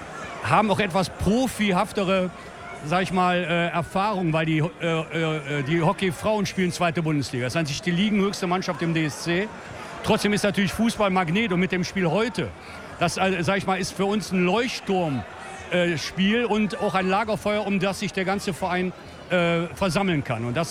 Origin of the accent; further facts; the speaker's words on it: Düsseldorf, North Rhine-Westphalia, Germany; Wir sind beide Düsseldorfer, Antenne Düsseldorf. Für einen Düsseldorfer gibt es nichts Größeres